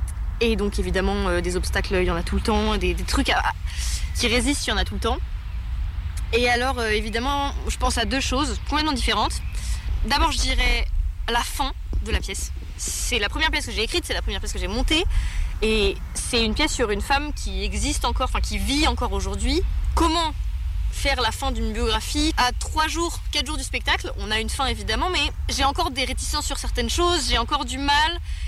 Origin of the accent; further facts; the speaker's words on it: France; en tant que Française